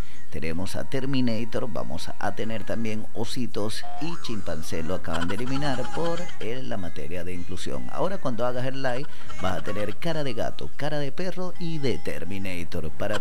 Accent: Venezuela; Solo quisimos ser servicial, como somos todos los venezolanos.

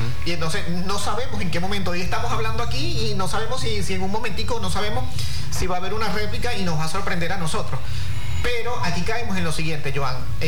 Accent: Venezuela; como venezolanos, ¿cómo voy a estar festejando por más kilómetros que tengamos de distancia?

